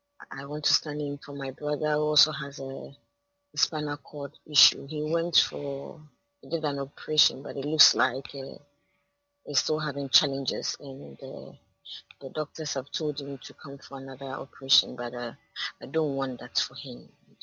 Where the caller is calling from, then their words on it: Adenta, Greater Accra, Ghana; I'm actually calling from Adenta.